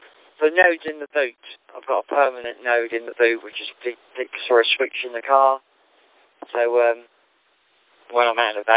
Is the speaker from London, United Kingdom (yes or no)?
no; Ipswich, East of England, United Kingdom; now in Bristol, United Kingdom; I'm not from around here. I'm from Ipswich originally, and I live in Bristol. Bit weird, really. I'm in the middle of both places.